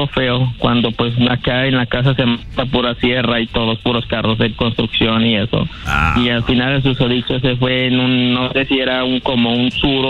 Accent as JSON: {"language": "Spanish", "region": "Nuevo León", "country": "Mexico", "said": "Sí, yo soy de Nuevo León."}